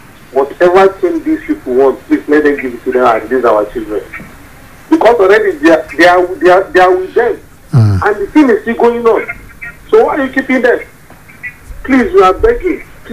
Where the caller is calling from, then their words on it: Plateau, Nigeria; I'm calling from Plata.